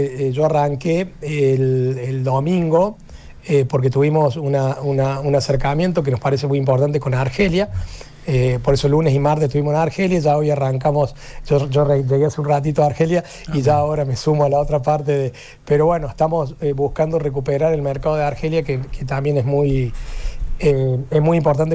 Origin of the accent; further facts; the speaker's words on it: Córdoba, Andalusia, Spain; con lo cual nosotros venimos de Córdoba